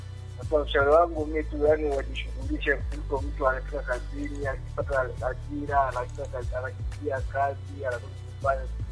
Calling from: Buhemba, Mara, Tanzania; Buhemba, Buhemba.

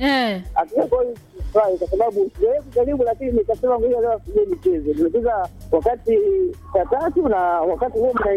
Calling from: Mafinga, Iringa, Tanzania; kutoka Mafinga.

